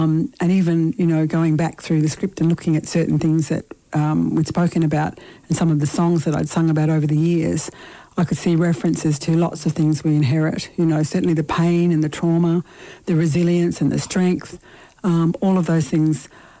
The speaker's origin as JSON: {"language": "English", "region": "Queensland", "country": "Australia", "tie": "born or raised there", "said": "So I grew up in North Queensland, but that's basically my heritage."}